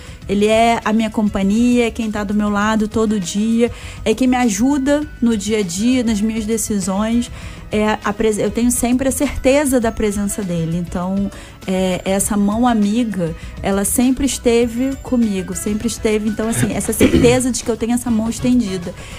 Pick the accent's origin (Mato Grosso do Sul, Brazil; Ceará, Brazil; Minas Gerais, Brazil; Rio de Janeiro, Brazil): Rio de Janeiro, Brazil; eu sou da Igreja do Divino Espírito Santo e eu sempre fui, porque a gente, eu e minha família, nós moramos ali, morava ali no Estácio, agora ali na Tijuca, e sempre frequentamos a Igreja do Divino Espírito Santo.